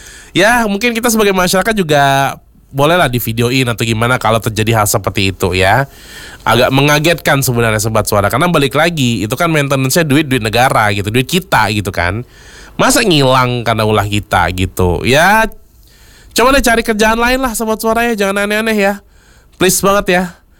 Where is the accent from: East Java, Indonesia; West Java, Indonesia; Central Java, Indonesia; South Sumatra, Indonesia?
South Sumatra, Indonesia; Palembang; kita nih warga Palembang ya